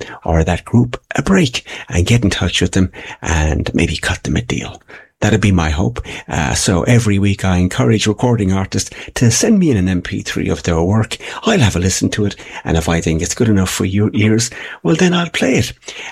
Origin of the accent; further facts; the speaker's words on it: Limerick, Munster, Ireland; broadcasting from my home town city of Ireland. Of Limerick in Ireland.